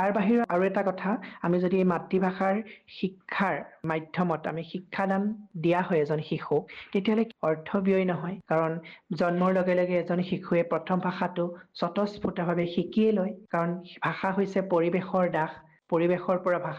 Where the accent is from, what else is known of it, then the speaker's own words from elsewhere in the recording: Assam, India; বিশ্বর আগত আমি কেনেদরে চিনাকি দিম যে আমি অসমীয়া। আর এই অসমীয়া বলে বিশ্ব সভাত চিনাকি দিবল হলে আমাক অসমীয়া ভাষা